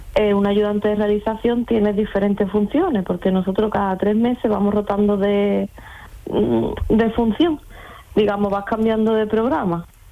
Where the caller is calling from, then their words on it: Málaga, Andalusia, Spain; yo estoy en Málaga.